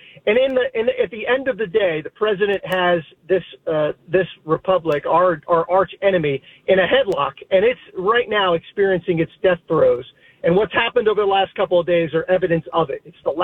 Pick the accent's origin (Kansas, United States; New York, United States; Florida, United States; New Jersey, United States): New Jersey, United States; Paterson; also born or lived in Passaic, New Jersey; growing up in Patterson and Passaic